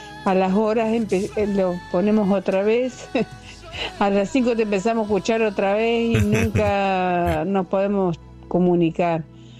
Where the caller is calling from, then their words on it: Concepción del Uruguay, Entre Ríos, Argentina; Soy de Concepción del Uruguay, Entre Ríos.